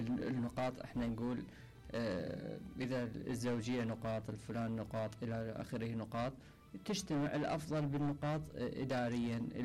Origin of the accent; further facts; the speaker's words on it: Iraq; يعني احنا يعني عندنا في العراق